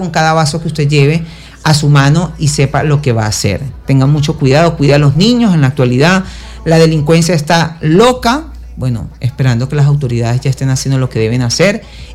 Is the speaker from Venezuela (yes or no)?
yes; Venezuela; Seamos buen venezolanos